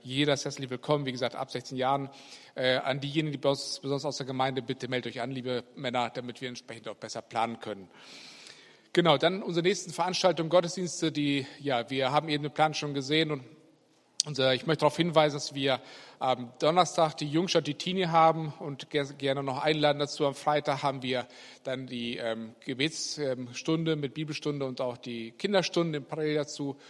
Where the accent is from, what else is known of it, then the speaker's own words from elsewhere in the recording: Germany; Wir sind ja Deutsche, wir lieben Ordnung.